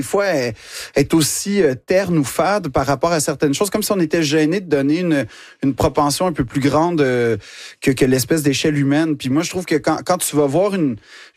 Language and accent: French; Quebec, Canada; now in France; Donc, en fait, je ne suis pas un Français. Je suis un Québécois qui est en France.